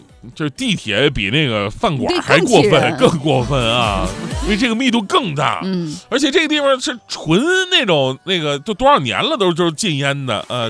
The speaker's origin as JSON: {"language": "Chinese", "town": "Changchun", "region": "Jilin", "country": "China", "tie": "born or raised there", "moved": "yes", "said": "在我老家长春"}